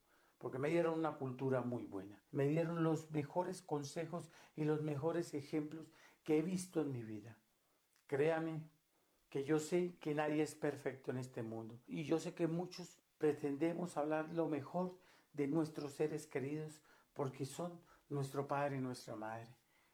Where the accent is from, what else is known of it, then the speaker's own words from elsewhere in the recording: Catemaco, Veracruz, Mexico; Por eso yo estoy aquí, poniendo la cara en alto y diciendo que soy un hijo de Veracruz, de Catemaco, Veracruz